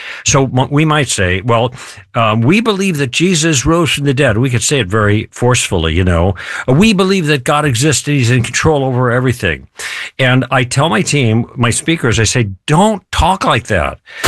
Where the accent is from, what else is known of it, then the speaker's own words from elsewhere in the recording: Chicago, Illinois, United States; moved away as an adult; also born or lived in Michigan; now in California, United States; I grew up in Chicago, and then I was in the Army for a while.